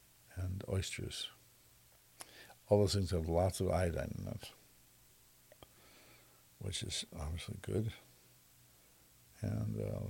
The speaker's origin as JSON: {"language": "English", "region": "Midwest", "country": "United States", "tie": "born or raised there", "said": "I grew up in the Midwest."}